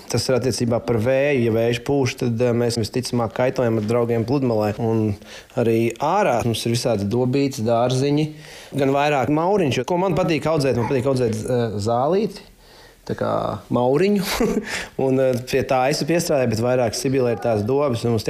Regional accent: Ragana, Sigulda Municipality, Latvia; es esmu tepatās gan no Raganas, un arī šeit, kur mēs šobrīd dzīvojam, es esmu diezgan liela daļa bērnības, arī vasaras dienas pavadījuši tieši šeit, pie šī ezera

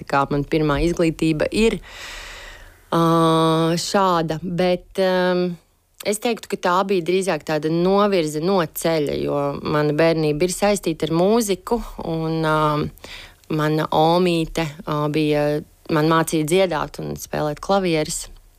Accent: Riga, Latvia; Es esmu izteikts pilsētas bērns bijis un uzaugusi pilnīgā centrā Elizabetes un Brīvības ielas.

